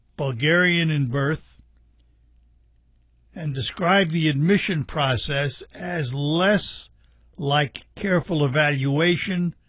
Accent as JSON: {"language": "English", "region": "New York", "country": "United States", "tie": "born or raised there", "moved": "yes", "said": "this, of course, relates to my hometown. For those of you that have listened for any length of time, you know I'm a New Yorker."}